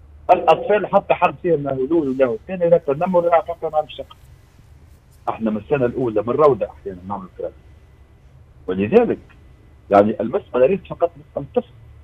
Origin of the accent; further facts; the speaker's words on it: Tunisia; كما نشوفوها نحن اليوم اللي عندنا في تونس